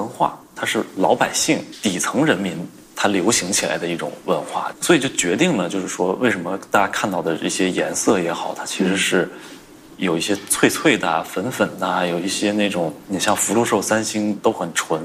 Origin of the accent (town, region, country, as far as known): China